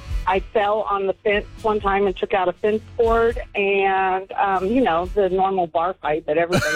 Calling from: Modesto, California, United States

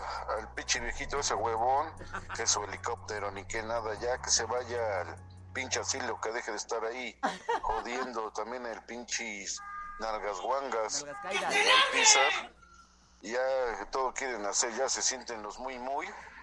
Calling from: Mexico; Pues yo soy mexicano

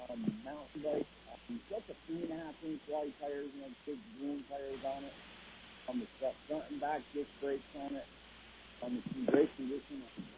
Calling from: Milton, Vermont, United States

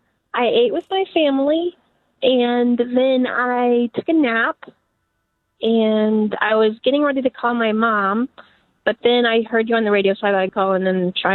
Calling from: Brooklyn, Ohio, United States

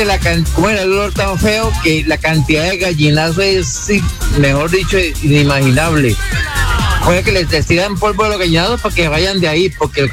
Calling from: Cali, Valle del Cauca, Colombia; Yo vivo en Ciudad del Valle, por el lado campestre.

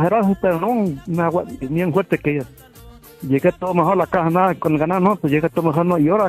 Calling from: Pino, Mexico

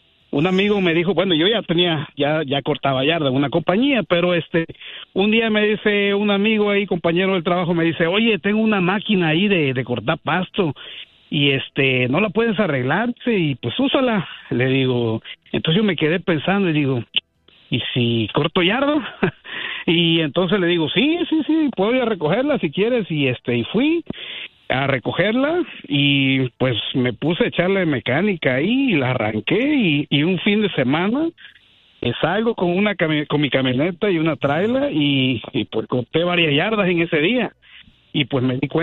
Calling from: Charlotte, North Carolina, United States

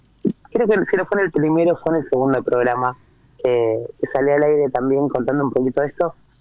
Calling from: Ciudad de la Costa, Canelones, Uruguay; de Uruguay.

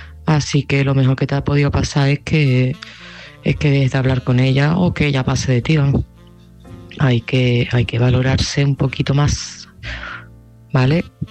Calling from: Seville, Andalusia, Spain; de Sevilla y este mensaje va para Paca.

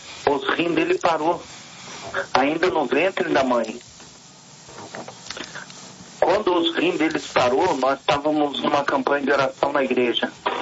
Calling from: Araquari, Santa Catarina, Brazil; Eu falo de Araquari, Santa Catarina.

